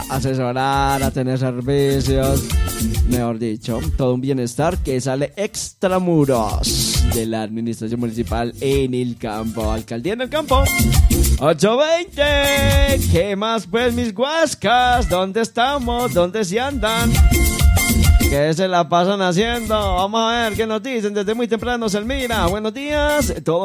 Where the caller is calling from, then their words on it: Anorí, Antioquia, Colombia; de Mediafaldas en Anorí, hombre.